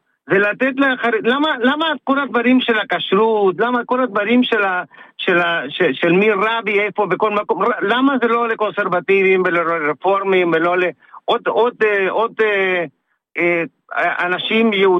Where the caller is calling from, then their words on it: Netanya, Central District, Israel; אני מנתניה.